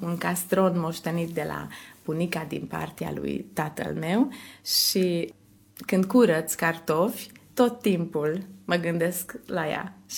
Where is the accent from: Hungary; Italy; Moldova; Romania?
Hungary; Micherechi, Békés; Nu m-aș muta niciodată de acolo. Am soț, chiar și el micherechian, așa că nici nu s-a ivit ideea niciodată să ne mutăm ori în Giula, ori în alt localitate. Noi suntem din Michereghi